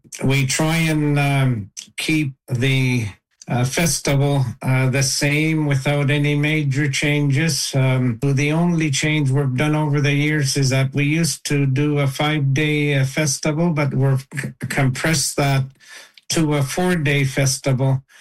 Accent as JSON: {"language": "English", "town": "Kuujjuaq", "region": "Quebec", "country": "Canada", "said": "I'm from Kudjuk, part of the Akpig Jam committee, volunteer committee."}